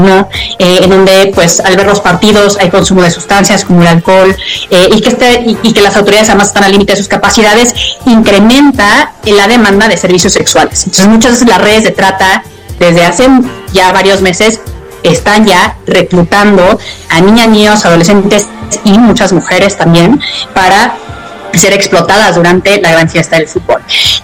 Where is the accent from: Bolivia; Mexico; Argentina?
Mexico; viene una temporada que nos emociona como mexicanos, como ciudadanos del mundo.